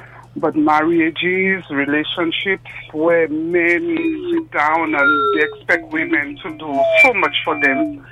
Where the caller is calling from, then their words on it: Martinique; I'm calling from Martinique.